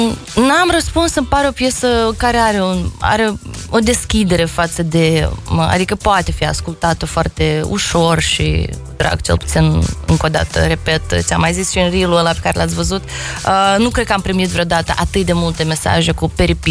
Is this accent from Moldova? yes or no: yes; Telenești, Telenești District, Moldova; locul în care m-am născut, orașul natal, Telenești, într-un punct foarte interesant dintre maternitatea, locul în care acum am copilărit